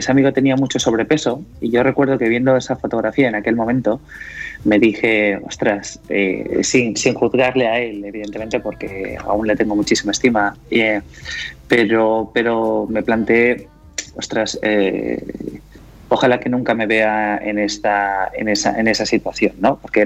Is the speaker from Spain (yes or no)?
yes; Tarragona, Catalonia, Spain; cuando caminaba por mi ciudad natal, en Tarragona